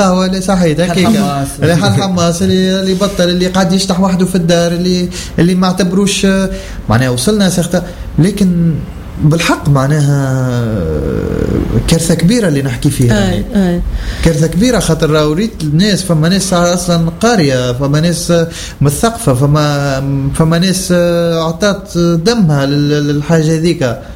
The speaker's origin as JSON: {"language": "Arabic", "country": "Tunisia", "also_born_or_lived": "Sfax"}